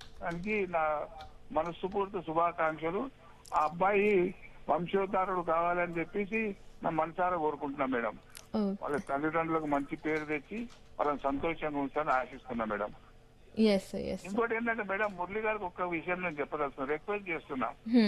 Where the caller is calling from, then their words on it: Telangana, India; first language Telugu; ప్రేమవతి పేరు నుండి.